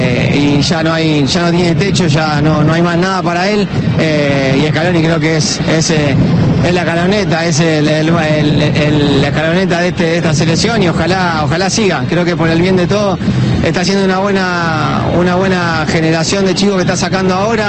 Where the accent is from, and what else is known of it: Argentina